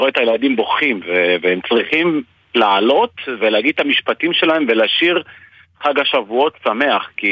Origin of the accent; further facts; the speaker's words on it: Kiryat Shmona, Northern District, Israel; אני נולדתי פה.